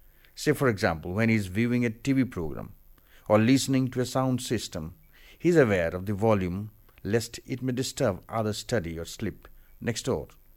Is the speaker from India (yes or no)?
yes; India; I am an Indian citizen under the Constitution of India.